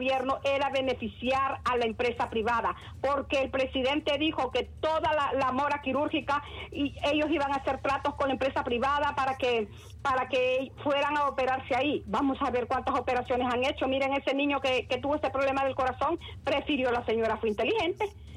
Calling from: Honduras

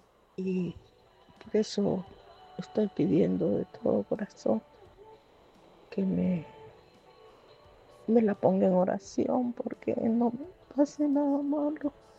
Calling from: Cofradía, Cortés, Honduras; de Cofradía Cortés.

